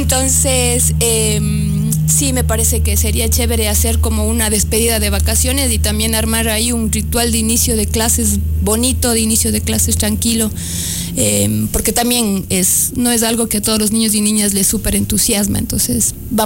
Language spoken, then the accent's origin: Spanish; Cuenca, Azuay, Ecuador; now in Baños, Ecuador; yo vengo de Cuenca.